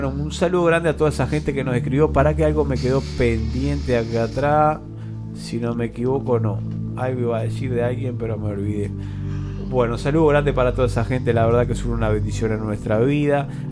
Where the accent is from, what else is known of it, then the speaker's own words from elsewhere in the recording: Treinta y Tres, Uruguay; born there; de 33, vamos arriba a mi pueblo.